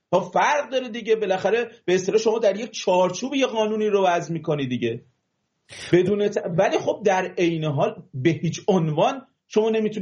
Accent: Mazandaran, Iran; چون بچه مازندرانم

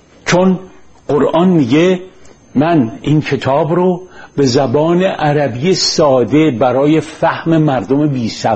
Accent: Iran; برای معرفی خود به راستی نمی‌دانم که بگویم پسر جوان 31 ساله از ایران هستم یا اینکه مرد مجرد بیکار ساکن ایران با تحصیلات دانشگاهی در دانشگاه دولتی این کشور

